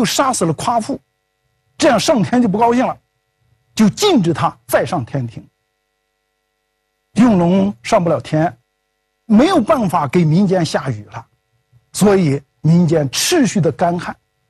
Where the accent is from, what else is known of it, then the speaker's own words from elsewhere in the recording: China; 我们中国人呢，有祭拜龙王的这样的传统和习惯。